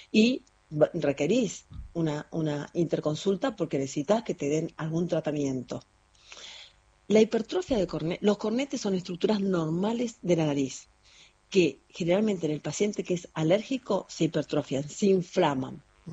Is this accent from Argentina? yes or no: yes; Bellavista, Corrientes, Argentina; born or raised there